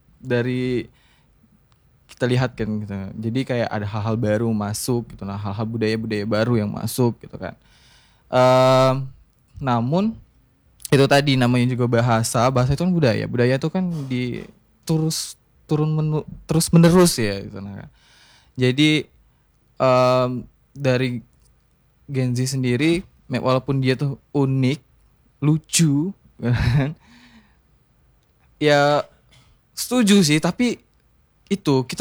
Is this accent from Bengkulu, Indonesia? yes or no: yes; Bengkulu, Indonesia; kita orang Bengkulu, tapi di Bengkulu masih banyak dialek-dialek bahasa